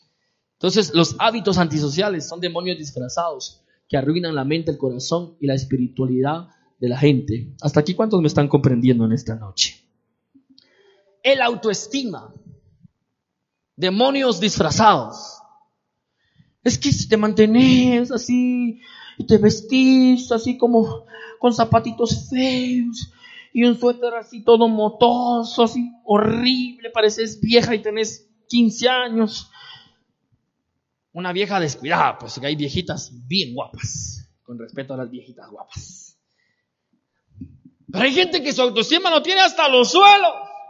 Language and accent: Spanish; Guatemala; Porque pues así somos aquí algunos guatemaltecos, pequeños.